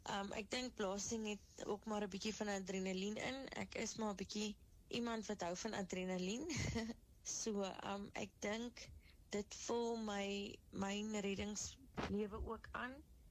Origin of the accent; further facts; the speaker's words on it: Springbok, Northern Cape, South Africa; Ek het maar in Springbok groot geword.